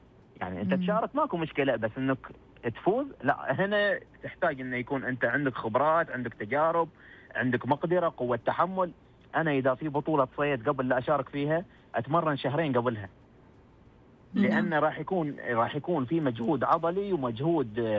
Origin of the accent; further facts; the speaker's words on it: Saudi Arabia; وعندنا في الشمال منطقة تبوك واملج.